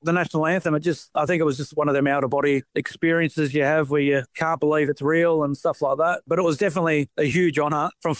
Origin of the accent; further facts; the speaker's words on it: New South Wales, Australia; I grew up on the Tweed Coast.